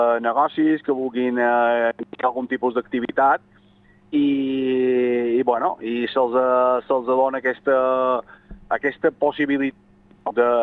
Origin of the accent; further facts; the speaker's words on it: Mallorca, Balearic Islands, Spain; com a mallorquins i mallorquines